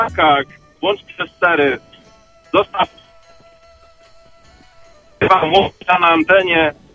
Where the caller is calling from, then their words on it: Wrocław, Lower Silesian Voivodeship, Poland; dzwonię właściwie z drogi, bo jestem w podróży z Wrocławia.